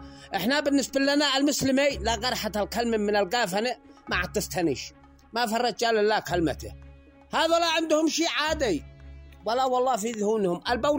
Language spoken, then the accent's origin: Arabic; Yemen; والقيادة هم اخبار بالنسبة لنا احنا كشعب يمني حاضرين جاهزين مستعدين